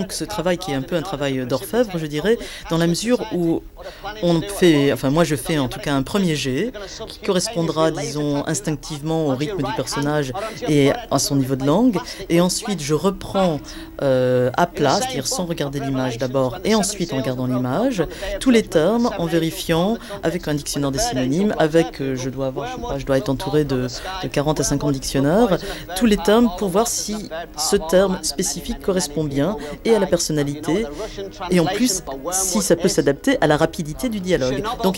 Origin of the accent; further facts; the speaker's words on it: France; moved away; also born or lived in Liverpool, United Kingdom / Manchester, United Kingdom; moi je suis française, mais j'ai vécu en Angleterre, justement dans le nord de l'Angleterre d'ailleurs, pas loin de là où Mike Lee habite. J'ai vécu à Liverpool pendant longtemps, et à Manchester un peu aussi d'ailleurs.